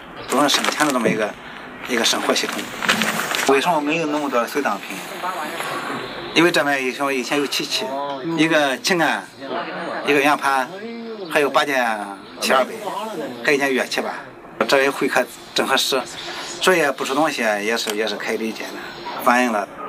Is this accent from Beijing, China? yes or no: no; Shandong, China; 在我们山东那边